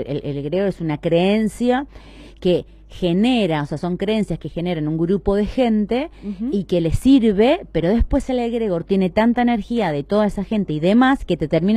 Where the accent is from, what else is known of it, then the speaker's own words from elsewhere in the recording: Argentina; somos argentinos